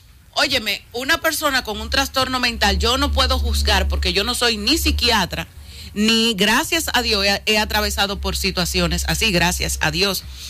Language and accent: Spanish; Dominican Republic; nosotros como dominicanos nos encanta mucho compararnos con los Estados Unidos